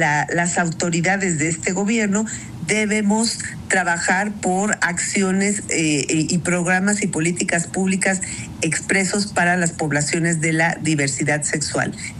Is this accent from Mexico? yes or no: yes; Mexico